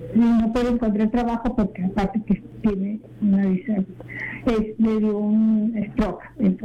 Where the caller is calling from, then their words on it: San Diego, California, United States; Estoy aquí en San Diego.